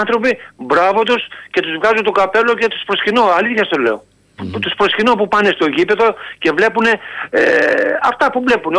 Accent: Elassona, Thessaly, Greece; Εγώ είμαι από Ελασσόνα, πιο πάνω από την Λάρισα.

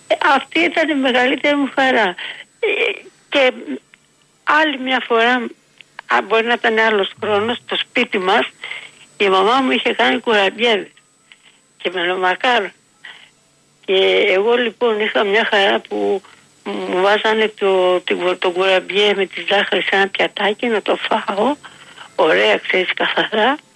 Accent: Ios, South Aegean, Greece; now in Piraeus, Greece; Ναι, είμαι απ' την Ήω, είμαι. Και τώρα είμαι εδώ στον Πειραιά από πολλά χρόνια.

